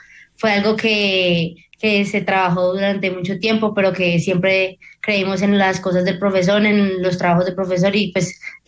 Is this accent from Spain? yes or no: no; Colombia; porque pues somos colombianos y pues el corazón de un colombiano es muy difícil de quebrar